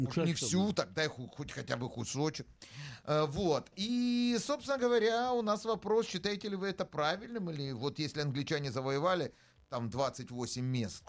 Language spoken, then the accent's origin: Russian; Ukraine; Да, я с Украины, и все.